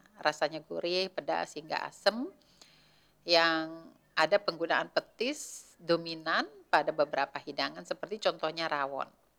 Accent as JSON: {"language": "Indonesian", "region": "Sulawesi", "country": "Indonesia", "said": "mungkin asing bagi kita orang Sulawesi makannya mulut sapi ya."}